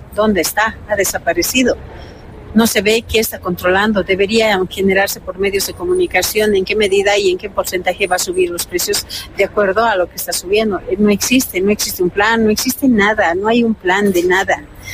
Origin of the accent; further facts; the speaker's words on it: Bolivia; los bolivianos somos todos los bolivianos de los 9 departamentos